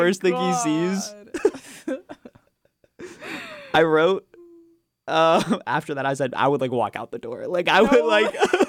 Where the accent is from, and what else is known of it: United States